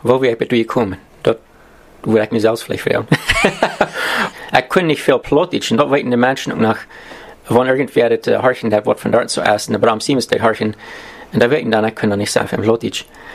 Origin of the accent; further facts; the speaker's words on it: Ontario, Canada; Ich komme von hierher. Ja, ich sehe geboren und abgewachsen in dieser Gegend. Zwischen Eden und Strafenville, du hast ich viele Jahre gewohnt.